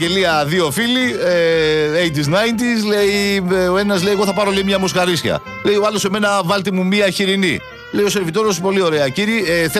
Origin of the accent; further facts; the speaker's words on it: Greece; δεν είναι μόνο ότι εμείς ως Έλληνες βλέπουμε και τα μεγάλα συγκροτήματα.